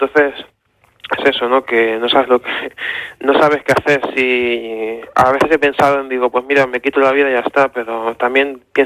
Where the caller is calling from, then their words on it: Terrassa, Catalonia, Spain; yo vivo en Tarrasa, ¿no? Pero yo trabajo más en la capital.